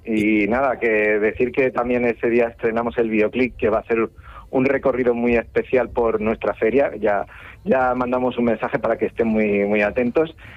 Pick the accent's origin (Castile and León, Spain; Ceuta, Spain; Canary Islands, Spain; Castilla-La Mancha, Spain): Castilla-La Mancha, Spain; Albacete; como decimos en mi tierra